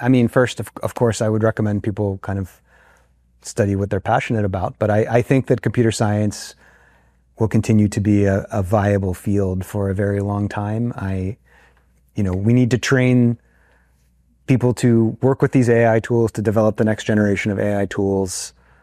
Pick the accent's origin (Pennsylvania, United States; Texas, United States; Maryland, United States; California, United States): Pennsylvania, United States; Pittsburgh; I grew up in Pittsburgh and I went to high school in Pittsburgh